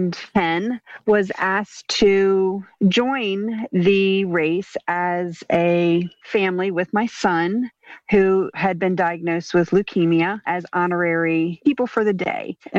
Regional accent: Salisbury, Maryland, United States; So I'm born and raised in Salisbury. This is my home.

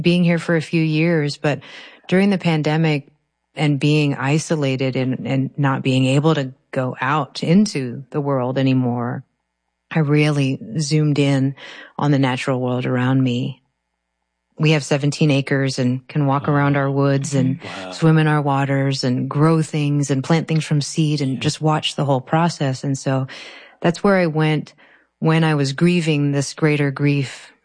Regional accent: Houston, Texas, United States; also born or lived in Bangkok; now in Arkansas, United States; I was born in Bangkok and raised in Houston in a concrete jungle. And before moving to Arkansas, I was scared of the dark.

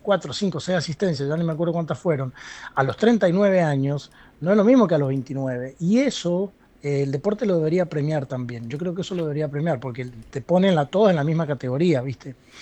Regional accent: Argentina; tal vez como argentino

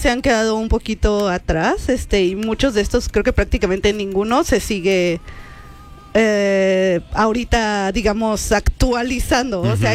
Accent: Mexico; Mexicano, sí, porque es septiembre. Ajá. Es el único momento en que soy mexicana.

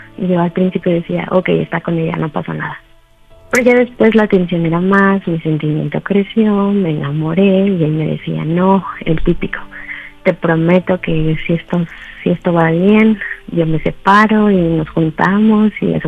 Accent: Guadalajara, Jalisco, Mexico; 34 años y soy de Guadalajara.

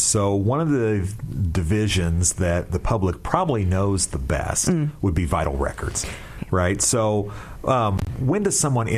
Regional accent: Indiana, United States; moved away as an adult; I grew up in West Central Indiana, and I never saw an Amish person until, you know, I moved here 30 years ago.

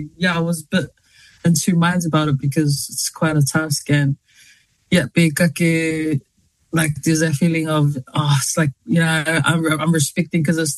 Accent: Auckland, New Zealand; I grew up in Messi, West Auckland, and yeah, born and raised in West Auckland. But yeah, grew up, I guess, in a traditional Samoan household.

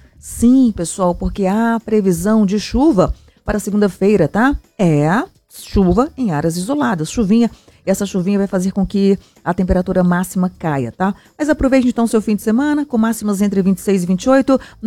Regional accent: Brazil; Eu nasci e criada em Santa Efigênia

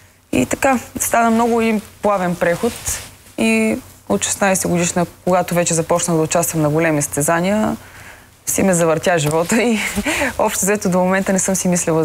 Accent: Plovdiv, Plovdiv Province, Bulgaria; предпочитам хубава компания с вкусна вечеря в Пловдив, откъдето съм аз.

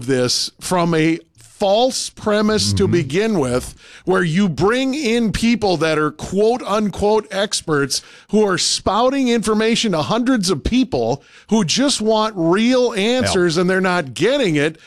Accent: Ellendale, North Dakota, United States; this is because it's my hometown, mm-hmm. Ellendale.

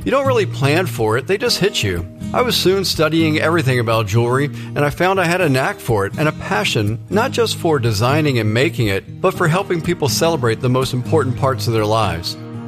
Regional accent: Fredericksburg, Virginia, United States; so I got a job as a bookkeeper at a jewelry store in my hometown of Fredericksburg, Virginia.

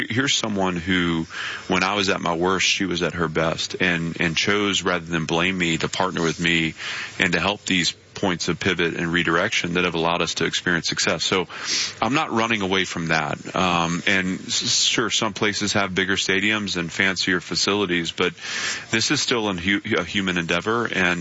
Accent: Nashville, Tennessee, United States; none of it had to do with the fact that Vanderbilt's my alma mater or the fact that Nashville is my hometown.

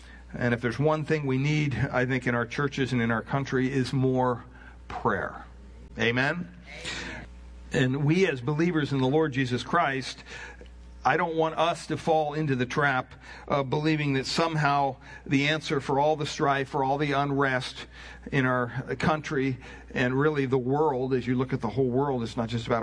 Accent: United States; as an American

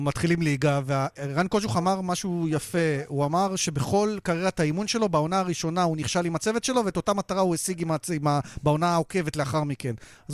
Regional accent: Beersheba, Southern District, Israel; אני באר שבע מקור, גדלתי ביציא ועשר ביל.

